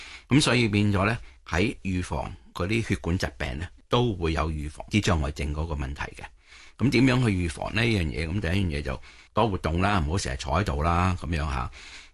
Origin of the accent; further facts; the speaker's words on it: China; 我哋中国人咧就因为年长病人即系 嗰一代嘅时候咧，打麻雀就会比较多啲嘅